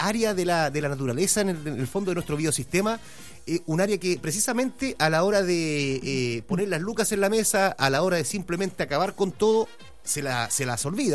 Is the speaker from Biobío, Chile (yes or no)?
yes; Hualpén, Biobío, Chile; provengo ahí de Hualpén, Talcahuano